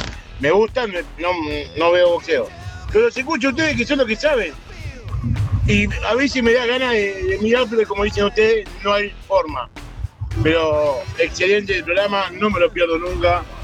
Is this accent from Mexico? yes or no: no; Pilar, Buenos Aires Province, Argentina; Hola, muchachos. … soy de Pilar.